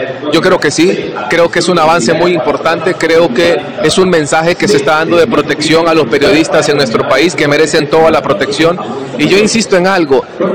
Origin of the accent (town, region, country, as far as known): Honduras